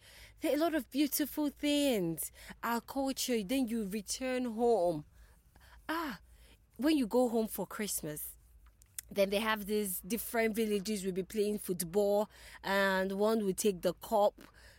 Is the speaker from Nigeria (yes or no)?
yes; Igboland, Nigeria